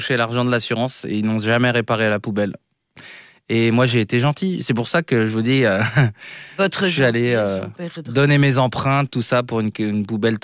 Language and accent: French; Nogent-sur-Marne, Île-de-France, France; Je suis né en France, donc à Nogent-sur-Marne.